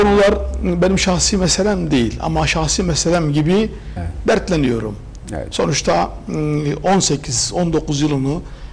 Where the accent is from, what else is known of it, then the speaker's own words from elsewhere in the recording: Mersin, Turkey; Ancak bu benim memleketim. Mersin benim memleketim. Ben Mersin'de yaşıyorum. Mersin'i çok seviyorum.